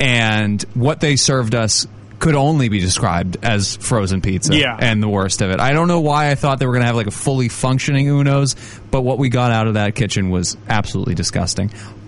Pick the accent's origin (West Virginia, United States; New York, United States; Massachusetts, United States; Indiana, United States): Massachusetts, United States; Walpole; I was not a full-time resident of the South Shore as a child. I grew up in Walpole